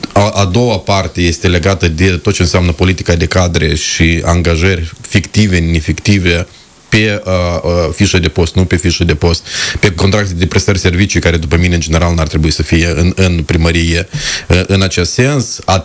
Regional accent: Chișinău, Moldova; din impozitele mele ca și chișinăuian

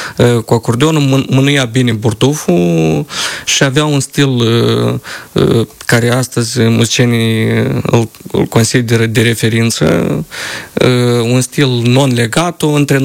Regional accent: Călărași, Călărași District, Moldova; a fost chiar în orașul de unde sunt eu, din Baștină, din Călăraș.

